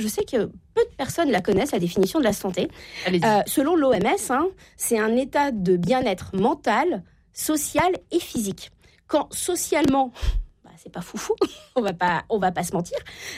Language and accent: French; Normandy, France; Voilà, exactement, moi je viens de la Normandie, Uber Eats n'est pas arrivé partout en France, on est bien d'accord.